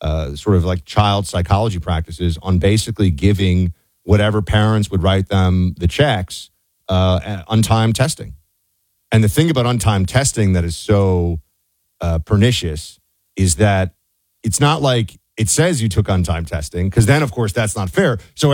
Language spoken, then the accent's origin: English; New York City, New York, United States; I grew up in New York at the absolute peak of SAT prep frenzy